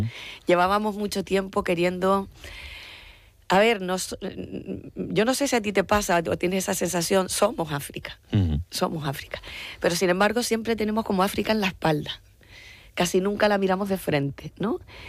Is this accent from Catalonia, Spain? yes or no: no; Canary Islands, Spain; Yo que soy de las islas, nosotros que somos de aquí, que somos, pues imagínate, ¿no? Un archipiélago aquí en mitad del Atlántico Medio